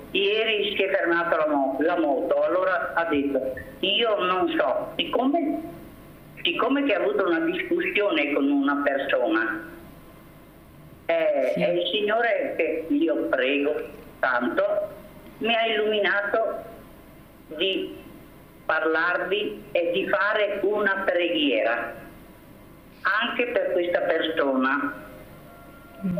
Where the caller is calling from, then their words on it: Verona, Veneto, Italy; da Verona.